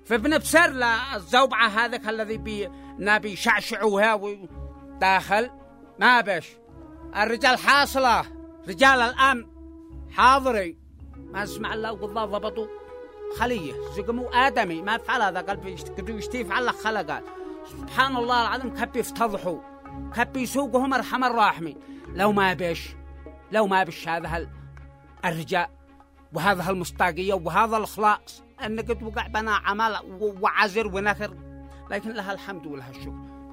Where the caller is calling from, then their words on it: Yemen; عاد إحنا يمنية